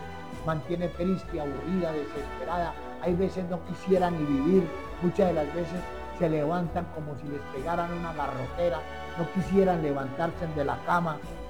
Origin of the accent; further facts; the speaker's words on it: Aquitania, Boyacá, Colombia; yo soy de Aquitania